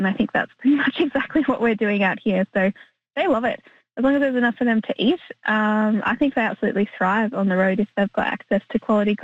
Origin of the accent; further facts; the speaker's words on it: Tasmania, Australia; I'm from Tasmania in Australia